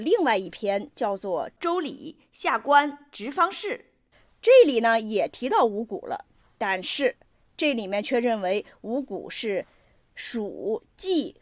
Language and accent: Chinese; Shandong, China; 对，俺们山东人。